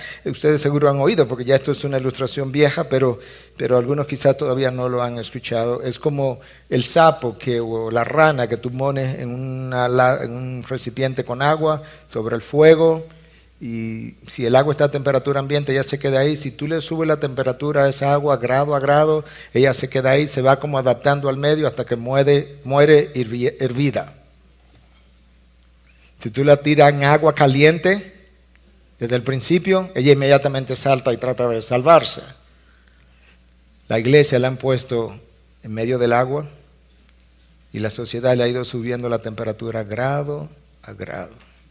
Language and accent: Spanish; Dominican Republic; nuestros compatriotas dominicanos